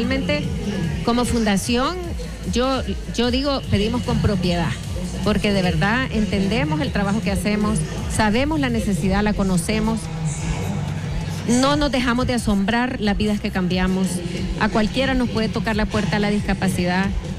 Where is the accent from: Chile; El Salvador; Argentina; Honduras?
El Salvador